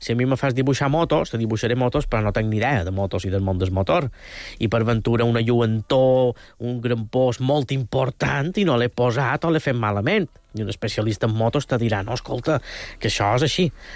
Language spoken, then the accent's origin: Catalan; Banyabufar, Balearic Islands, Spain; En el meu poble, Banyabufar, som un poquet més originals.